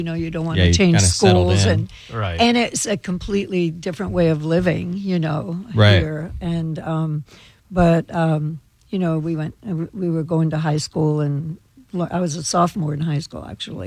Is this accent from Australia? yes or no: no; Belize; I grew up in Belize and the fishing was absolutely